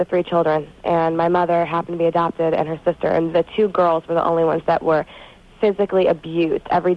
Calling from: San Francisco, California, United States; I'm in San Francisco.

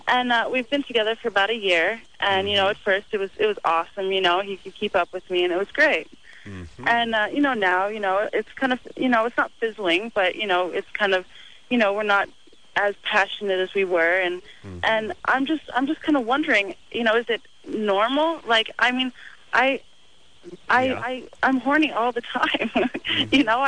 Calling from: Alaska, United States; we're in Utah right now, and we're going back. I'm from Alaska.

